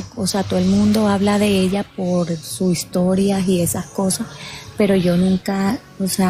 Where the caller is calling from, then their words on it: Barranquilla, Atlántico, Colombia; Desde Barranquilla.